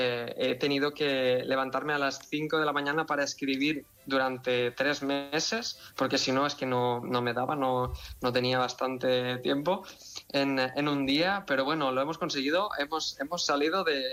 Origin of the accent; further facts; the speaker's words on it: Tavernes de la Valldigna, Valencian Community, Spain; yo todo lo que escribía estaba ambientado en Tavernes de la Valldigna, en mi pueblo de Valencia